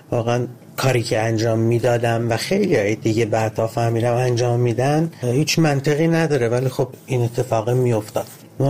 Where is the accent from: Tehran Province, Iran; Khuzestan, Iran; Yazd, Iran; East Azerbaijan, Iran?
Khuzestan, Iran; Ahvaz; من کودکیم توی جنگ گذروندم، اهواز، و در تمام طول 8 سال جنگ من با این سیر افزایشی بمباران ها بزرگ می شدم.